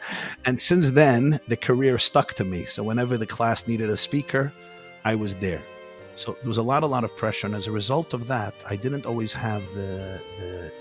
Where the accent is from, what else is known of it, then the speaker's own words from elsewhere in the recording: New York City, New York, United States; And I was actually born there. So I was physically born and bred in the Crown Heights section of Brooklyn. Both of my parents were refugees from the communist Russian Soviet Empire, where their families lived for generations.